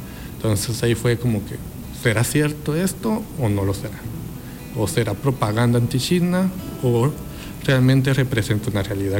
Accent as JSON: {"language": "Spanish", "town": "Nacozari", "region": "Sonora", "country": "Mexico", "tie": "born or raised there", "said": "Aunque soy originario de Nacozari"}